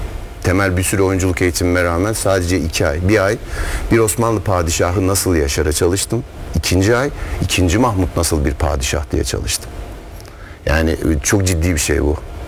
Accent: Ankara, Turkey; also born or lived in Eskişehir; now in Istanbul, Turkey; Ankara'da doğup büyümüşüz.

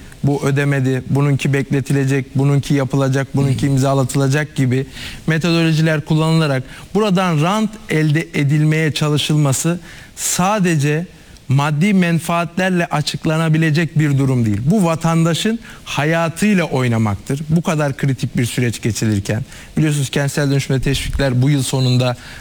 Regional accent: Istanbul, Turkey; Evet, ben de bir Üsküdarlı olarak süreci yakından takip ediyordum.

